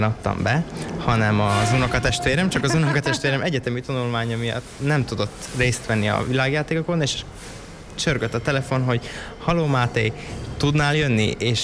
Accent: Vezekény, Bratislava Region, Slovakia; Pontosan Felvidék, Vezekény a település neve, az valahol Pozsony mellett van.

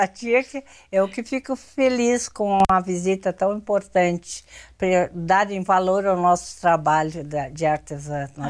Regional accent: Pinheiro Machado, Rio Grande do Sul, Brazil; born there; Eu nasci em Pinheiro Machado, no município de Pinheiro Machado.

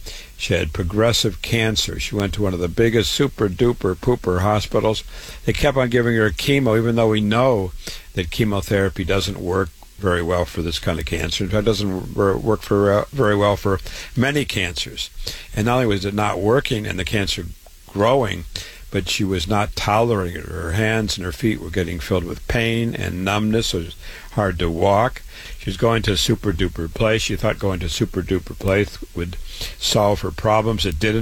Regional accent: Waterloo, Iowa, United States; I was born and raised in Waterloo, Iowa.

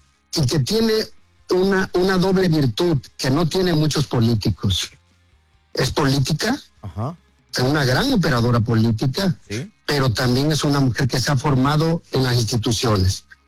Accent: Mexico; yo desayuno con un desayuno costeño, pues soy de Metepec.

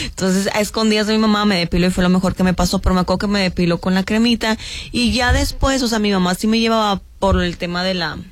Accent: Sonora, Mexico; Pero yo vengo de Sonora, o sea, ya las mujeres se producen un buen.

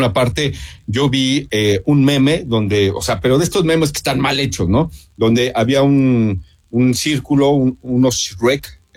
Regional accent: Mexico; me presento como un mal mexicano, ¿no? Soy un mal mexicano

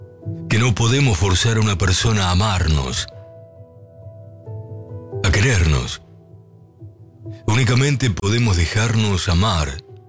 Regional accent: Argentina

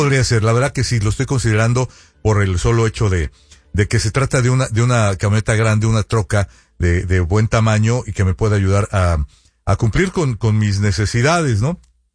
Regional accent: Sonora, Mexico; Somos de Sonora. Entonces, cerca de Hermosillo hay un pueblo que se llama Rayón. Es muy chiquito.

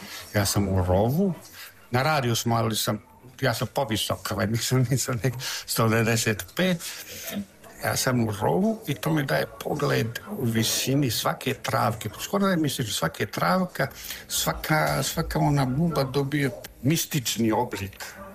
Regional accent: Bosnia & Herzegovina; now in France; u mojoj rodnoj Bosni 92. godine, potpuno gore na sjever u Savu

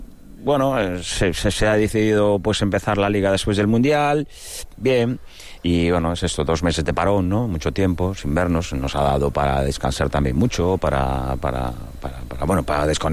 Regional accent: A Coruña, Galicia, Spain; soy de Coruña y no había pasado nada igual

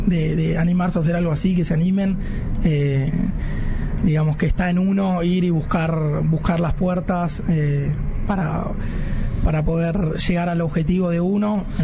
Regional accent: Argentina; moved away; nosotros como argentinos somos también muy capaces

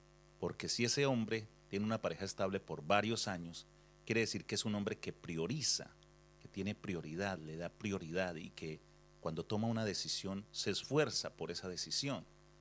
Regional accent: Cartago, Valle del Cauca, Colombia; él era de mi tierra, de Cartago Valle, Colombia

